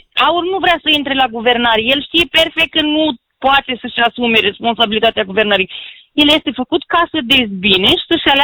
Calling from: Cluj-Napoca, Cluj County, Romania; și sunt din Cluj.

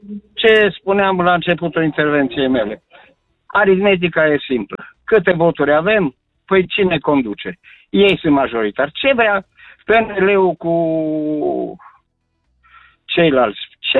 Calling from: Cluj-Napoca, Cluj County, Romania; sunt din Cluj

